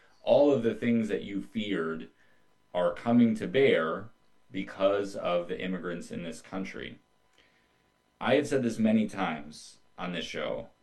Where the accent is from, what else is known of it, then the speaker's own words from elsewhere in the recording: Minnesota, United States; In my home state of Minnesota, Target just got about $1 billion in tariff refunds.